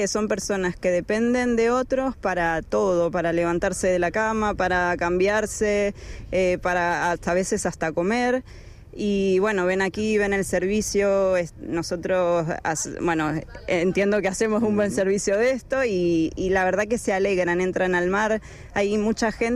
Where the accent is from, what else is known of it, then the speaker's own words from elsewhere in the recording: Argentina; moved away; yo vengo de Argentina con una formación de un año